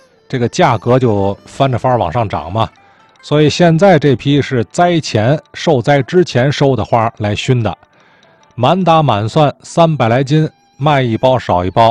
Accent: Tianjin, China; 咱们天津人从小就喝的那个花茶啊

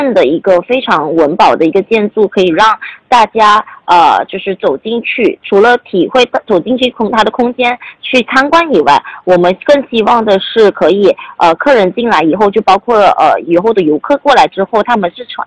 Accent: Malaysia; moved away; 因为我本身是个外国人，我是来自于马来西亚

